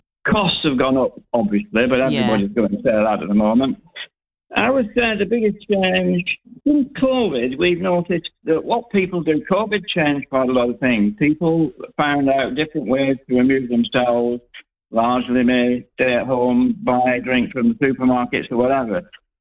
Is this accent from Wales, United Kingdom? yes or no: no; Oldham, North West England, United Kingdom; also born or lived in Somerset / Northampton; now in Farthingstone, United Kingdom; No, I'm from Oldham in Lancashire.